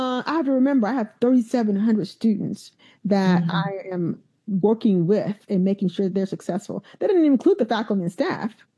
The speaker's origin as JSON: {"language": "English", "region": "Alabama", "country": "United States", "tie": "born or raised there", "said": "I grew up in Alabama in the 60s and 70s, you know, again, dealing with that."}